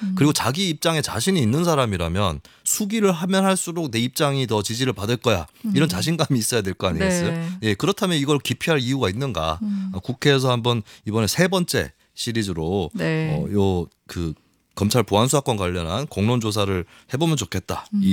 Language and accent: Korean; Gyeongsang, South Korea; 그러니까 제가 경상도 출신인데요.